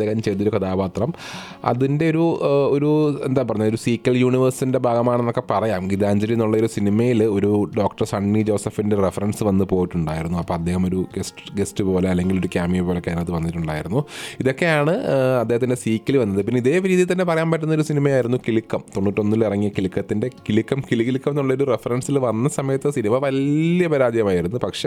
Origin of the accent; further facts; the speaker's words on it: Kerala, India; moved away; ഞങ്ങളുടെ നാട്ടിൽ കരുനാഗപ്പള്ളി